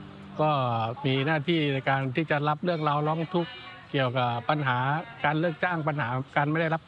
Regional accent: Korat, Sung Noen district, Nakhon Ratchasima, Thailand; ผมเป็นคนโคราชครับเกิดโตที่โคราชอยู่อำเภอสูงเนิน

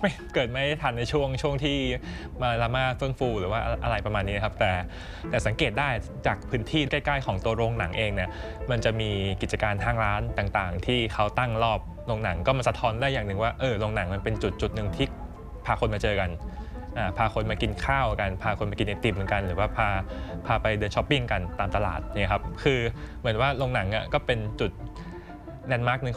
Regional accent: Lopburi, Thailand; moved away as an adult; also born or lived in Bangkok; คุณอยู่ที่นี่โตที่นี่เกิดที่ลพบุรีทั้งชีวิต

